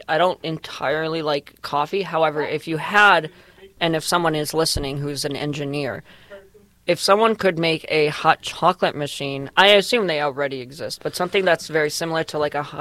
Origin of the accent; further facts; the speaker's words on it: Indiana, United States; I'm from Indiana.